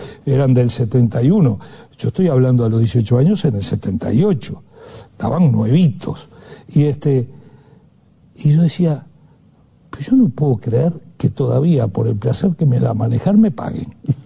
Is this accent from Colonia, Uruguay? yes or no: no; Montevideo, Uruguay; Yo vivía donde nací, en el hipódromo, en Guarapirú, y a un par de cuadras de General Flores, era cerca, por Aparicio Saravia se llegaba en 5 minutos a mi casa desde el Cementerio del Norte.